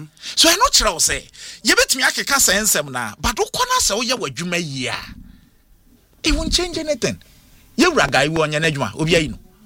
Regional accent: Ghana; This one, I'm speaking as a Ghanaian.

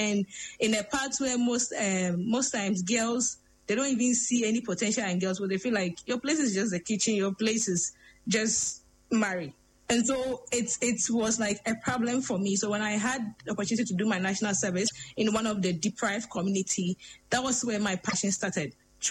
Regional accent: Obuasi, Ashanti, Ghana; also born or lived in Upper West Region; I grew up in Obuasi before I finally came to my hometown, Upper West.

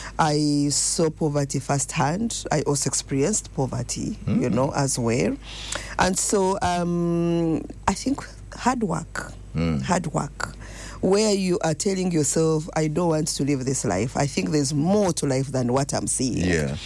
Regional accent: Uganda; born there; moved away; also born or lived in Eswatini; So imagine where I'm born from Uganda, but along the way, because I've been out of Uganda for a while.

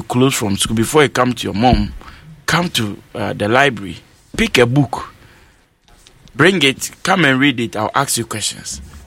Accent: Yeji, Bono East, Ghana; I grew up in Yeji.

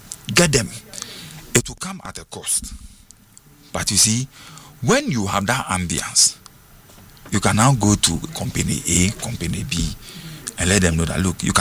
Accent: Ghana; we are Ghanaian.

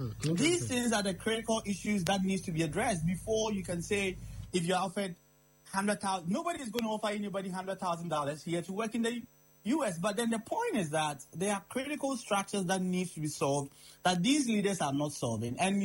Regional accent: Ghana; These opportunities being talked about, we don't see them in Ghana. I grew up in Ghana, spent all my days in Ghana.

